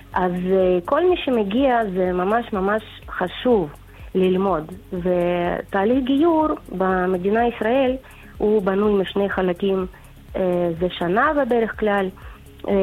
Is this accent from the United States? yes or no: no; Ukraine; Hebrew is a second language; moved away as an adult; also born or lived in Uman, Ukraine; now in Eilat, Israel; כאילו שאני לא בעצם יהודיה לפי מסמכים, למרות שגרתי באוקראינה ושנתיים גרתי באומן